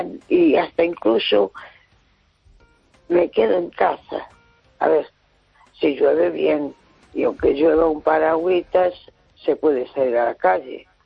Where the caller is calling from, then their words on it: A Coruña, Galicia, Spain; Hola, buenas noches. … de Coruña.